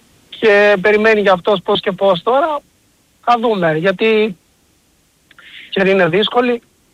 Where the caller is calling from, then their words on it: Crete, Greece; είμαι από Κρήτη, τηλεφωνώ.